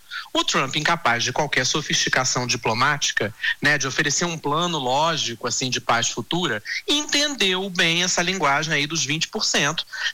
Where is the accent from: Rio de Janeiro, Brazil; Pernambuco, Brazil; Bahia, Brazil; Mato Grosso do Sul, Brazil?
Rio de Janeiro, Brazil; eu que sou do Rio de Janeiro, de miliciano.